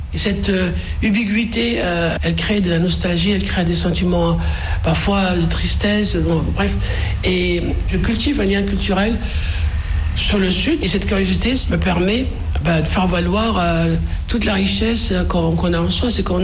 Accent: Skikda, Skikda Province, Algeria; born there; Je suis né en Algérie, à Skida, en 1963, ex-Philippeville.

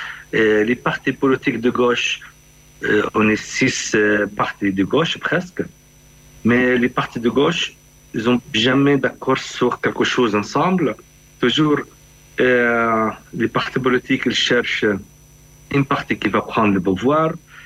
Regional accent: Palestine; French is a second language; Mais chaque partie chez nous en Palestine, elle cherche à prendre le pouvoir sans réfléchir, seulement chercher le pouvoir.

